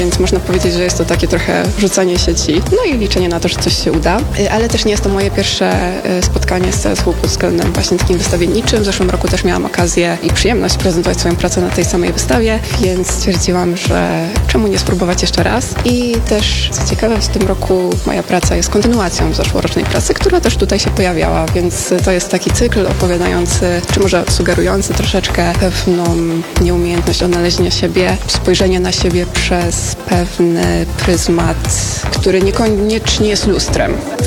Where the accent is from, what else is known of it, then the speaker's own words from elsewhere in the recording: Toruń, Kuyavian-Pomeranian Voivodeship, Poland; jestem z Torunia.